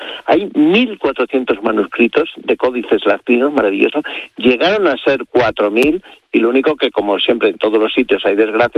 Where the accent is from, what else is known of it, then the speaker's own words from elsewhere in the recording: Madrid, Community of Madrid, Spain; a los que somos de Madrid, como está aquí al lado, no lo valoramos.